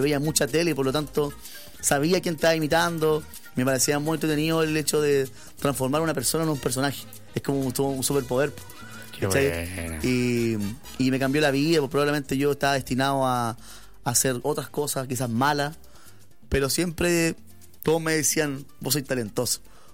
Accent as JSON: {"language": "Spanish", "town": "Lota", "region": "Biobío", "country": "Chile", "lives_now": "Santiago, Chile", "said": "Partimos en Lota, mi mamá vive en Coronel y yo vivo en Santiago, pero vengo siempre para acá."}